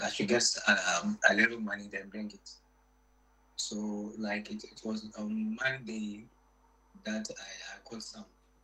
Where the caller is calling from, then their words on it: Kumasi, Ashanti, Ghana; I'm calling from Kumasi.